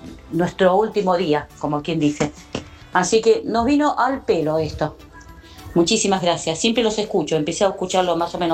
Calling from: Villegas, Argentina; de Villegas

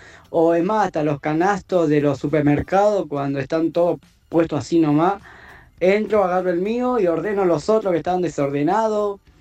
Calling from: José C. Paz, Buenos Aires Province, Argentina; soy de José C. Paz.

